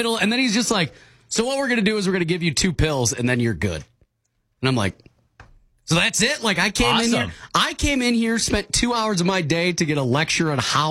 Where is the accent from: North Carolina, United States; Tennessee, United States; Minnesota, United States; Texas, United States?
Minnesota, United States; Little Canada; born or raised there